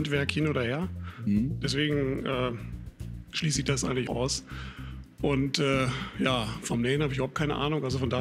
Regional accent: Enger, North Rhine-Westphalia, Germany; Aus Enger, in der Nähe von Bielefeld.

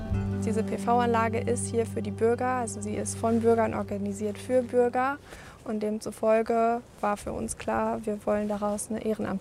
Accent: Melln, Germany; born there; also born or lived in Dortmund; ich bin gebürtige Mellnerin und auch nach meinem Studium in Dortmund dann wieder hier hingezogen und bin Gründungsmitglied der Dorfenergiegenossenschaft in Melln.

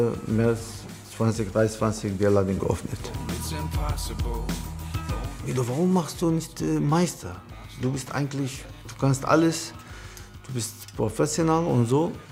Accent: Iraq; German is a second language; moved away as an adult; now in Germany; Ich komme eigentlich aus dem Irak. Ich bin seit 2015 nach Deutschland gekommen. Das Grund war wegen Krieg und wir können nicht in Freiheit leben.

